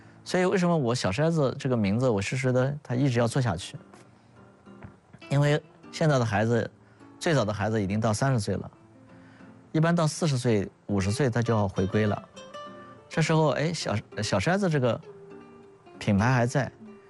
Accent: Hefei, Anhui, China; 你看我从小出生在安大的现在的老区，就老的住宅现在已经变成了那个大富红学府了，以前的老房子没有了

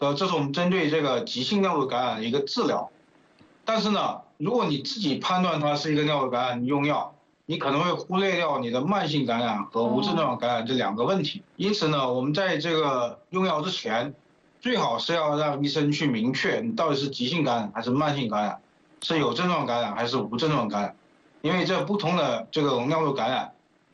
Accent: southern China, China; 我们作为一个南方人，这个上火是最典型的一个大家说的一个问题。

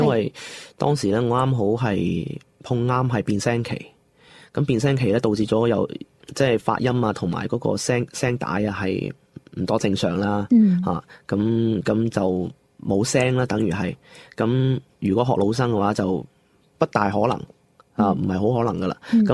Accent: Guangzhou, Guangdong, China; born there; first language Mandarin; Cantonese is a second language; 因为本身我屋企咧就是部队家庭嚟嘅，虽然我喺广州出世啦，但系我嘅第一语言可能都系普通话为主。

